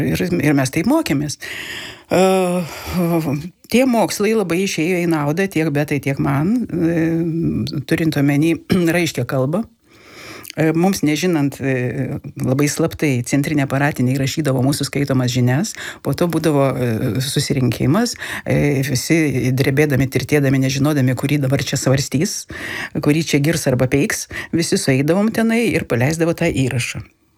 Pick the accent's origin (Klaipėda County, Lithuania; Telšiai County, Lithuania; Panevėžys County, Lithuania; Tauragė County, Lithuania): Tauragė County, Lithuania; Skaudvilė; Žinai, iš Viduklės, aš iš Skaudvilės.